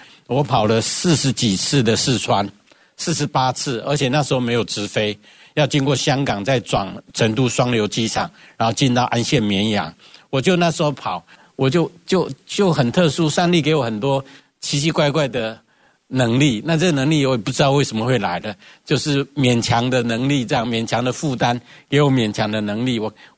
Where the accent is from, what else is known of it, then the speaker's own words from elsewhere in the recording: Hakka, Taiwan; also born or lived in Indiana, United States / Chicago, United States; now in Taipei, Taiwan; 因为我是客家人，但是我现在台语讲的比客家话好